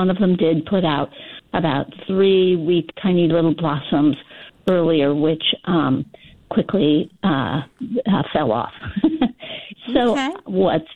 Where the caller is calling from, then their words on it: Brunswick, Maine, United States; I am calling from Brunswick